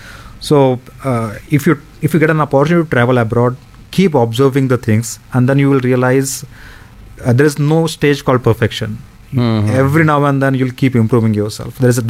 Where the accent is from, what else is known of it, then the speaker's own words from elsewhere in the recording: Latur, Maharashtra, India; म्हटलं असं असं मी लातूरचा आहे.